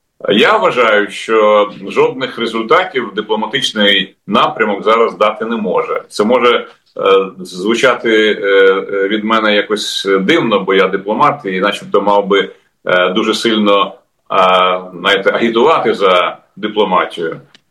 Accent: Kyiv, Ukraine; як і всі ми кияни

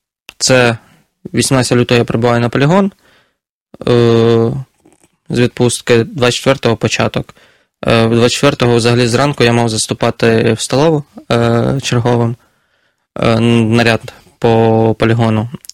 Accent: Kharkiv, Kharkiv Oblast, Ukraine; Я харків'янин, і Харків, він дуже близький, 30 кілометрів до кордонів з Росією.

